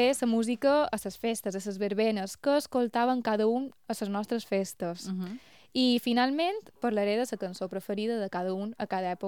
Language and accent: Catalan; Sant Jordi, Balearic Islands, Spain; born there; now in Sant Ferriol, Spain; Jo mateixa, que vaig néixer l'any 98 a Sant Jordi i actualment visc a Sant Ferriol. Per tant, he canviat de barri i també de sons.